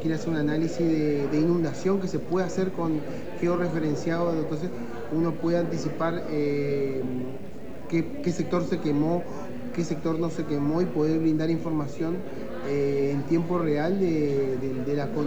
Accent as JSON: {"language": "Spanish", "town": "Posadas", "region": "Misiones", "country": "Argentina", "said": "Yo soy acá de Posada"}